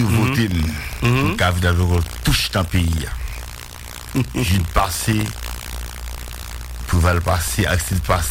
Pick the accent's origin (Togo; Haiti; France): Haiti; nous sommes un haïtien qui est conscient de vivre en Haïti.